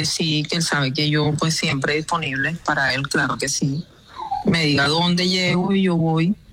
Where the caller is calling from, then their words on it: Barranquilla, Atlántico, Colombia; en mi casa, en el barrio, este es Betania.